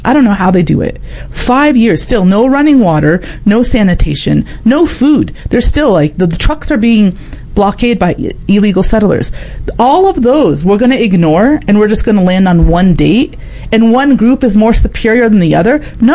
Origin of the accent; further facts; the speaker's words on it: Palestine; Whereas the rest were from the Levantine region, and we are from Palestine. I can go back five decades, to my fifth grandfather passed.